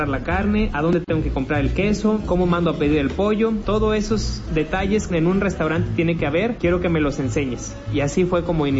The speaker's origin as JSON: {"language": "Spanish", "town": "Huejutla de Reyes", "region": "Hidalgo", "country": "Mexico", "tie": "born or raised there", "said": "soy originario de Huejutla de Reyes, Hidalgo."}